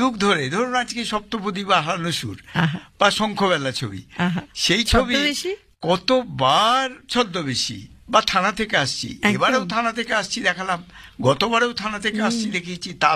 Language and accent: Bangla; Baharampur, West Bengal, India; আমরাই ছোটবেলায় আমি তো বহরমপুরে থাকতাম